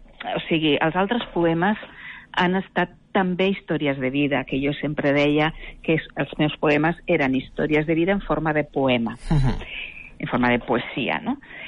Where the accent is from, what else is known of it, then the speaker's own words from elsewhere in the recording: Catalonia, Spain; jo sóc del Vallès Oriental.